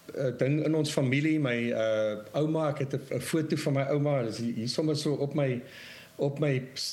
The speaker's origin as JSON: {"language": "Afrikaans", "town": "George", "region": "Western Cape", "country": "South Africa", "tie": "born or raised there", "also_born_or_lived": "Kempton Park", "said": "En, maar ons is daar weg toe ek lekker jong was, in George toe getrek, was so 9 jaar oud. En eindelijk maar daar groot geword, school gegaan, al die dinge."}